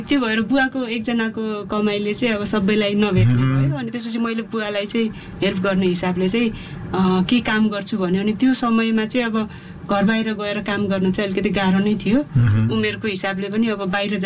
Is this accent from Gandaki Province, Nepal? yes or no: no; Lumbini Province, Nepal; म चाहिँ बर्दियामै जन्मिएर हुर्किएँ